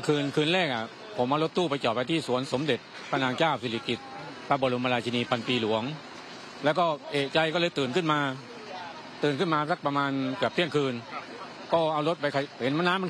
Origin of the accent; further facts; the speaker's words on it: Bangkok, Thailand; ผมมาโตที่กรุงเทพนะผมเรียนที่กรุงเทพ